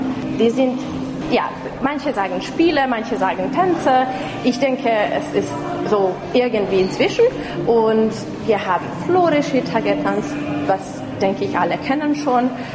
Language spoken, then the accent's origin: German; Szentgotthárd, Vas, Hungary; moved away as an adult; now in Budapest, Hungary; ich komme nämlich aus St. Gotthard. Und da gibt es auch schwäbische Minderheit, also Ungarndeutsche und auch Wendt-Leute, die eine Art von Slowenisch sprechen. Also Nationalitäten sind da so gemischt